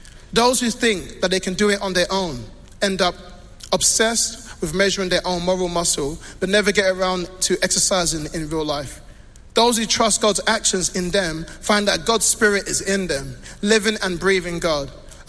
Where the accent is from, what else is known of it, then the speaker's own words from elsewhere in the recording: London, United Kingdom; also born or lived in Congo; I'm from London. I'm from Congo.